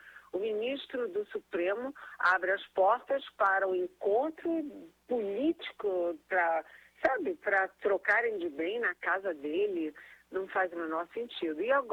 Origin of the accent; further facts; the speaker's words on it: Rio de Janeiro, Brazil; Eu que sou carioca, falo de cabeça para baixo.